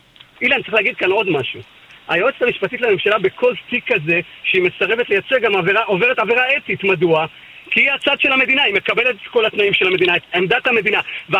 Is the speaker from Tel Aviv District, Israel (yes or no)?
no; Ashkelon, Southern District, Israel; born there; כן, כן, באשקלון, בגבעת ציון, השכונה שבה נולדתי.